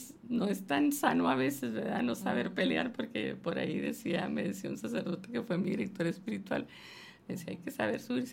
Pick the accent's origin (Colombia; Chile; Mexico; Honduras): Mexico; Ciudad Juárez, Chihuahua; Yo viví una infancia bonita, sí, nací aquí en Juárez. Okay. Y bueno, pues crecí, gracias a Dios, muy libre.